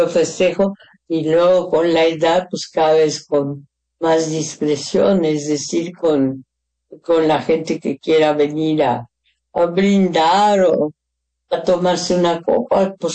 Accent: Mexico; now in Mexico City, Mexico; lo que sucede en mi país

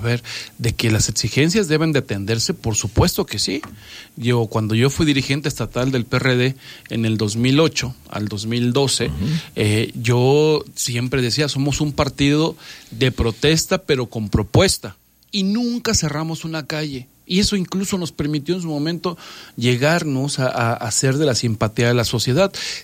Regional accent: Mexico

